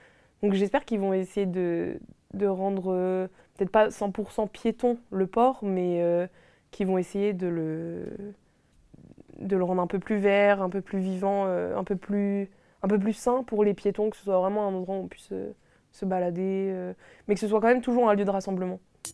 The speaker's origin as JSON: {"language": "French", "town": "Saint-Jean-de-Maurienne", "region": "Auvergne-Rhône-Alpes", "country": "France", "tie": "born or raised there", "moved": "as an adult", "lives_now": "Caen, France", "said": "j'ai 22 ans. Moi, je suis savoyarde, je suis née à Saint-Jean-de-Maurienne. J'ai grandi en Savoie et je suis arrivée pour mes études il y a maintenant 4 ans."}